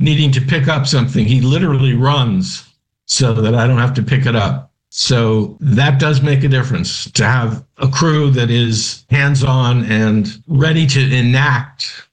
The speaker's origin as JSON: {"language": "English", "town": "New York City", "region": "New York", "country": "United States", "tie": "born or raised there", "said": "But growing up in New York City as I did, and being immersed in theater"}